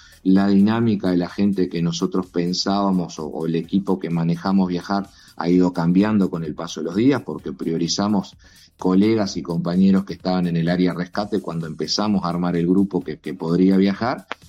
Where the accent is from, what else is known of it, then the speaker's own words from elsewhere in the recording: Tacuarembó, Uruguay; la camiseta de tacuarembuense la he llevado a toda mi vida